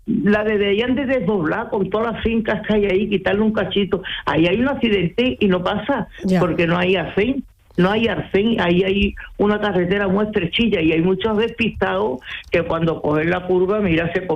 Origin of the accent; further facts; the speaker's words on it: Cumbres Mayores, Andalusia, Spain; porque nosotros somos de Cumbres Mayores. Nosotros traíamos las chacinas de toda la sierra.